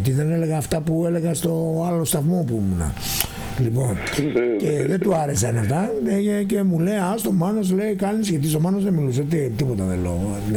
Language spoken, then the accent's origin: Greek; Thessaloniki, Central Macedonia, Greece; είμαι από Θεσσαλονίκη.